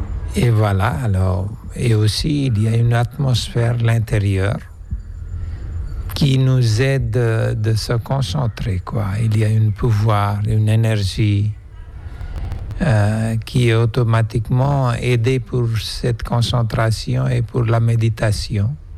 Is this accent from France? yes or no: no; Nepal; now in Auroville, India; Alors moi je suis né au Népal, ouest du Népal, dans une très pauvre famille dans les Himalayas. Et j'étais le premier enfant de mes parents.